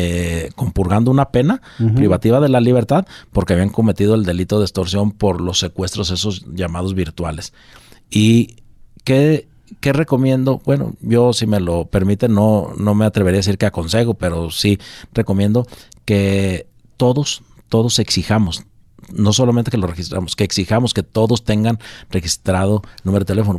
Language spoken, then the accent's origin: Spanish; Guadalajara, Jalisco, Mexico; born there; yo soy de Guadalajara, aquí nací, aquí vivo, pues me importa Jalisco